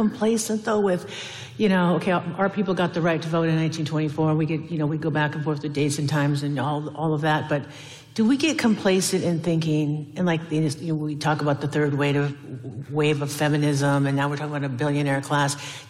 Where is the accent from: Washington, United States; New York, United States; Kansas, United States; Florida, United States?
Washington, United States; a role member of the Blackfeet Nation, born and raised on the Puyallupas, my stepdad's Yakima.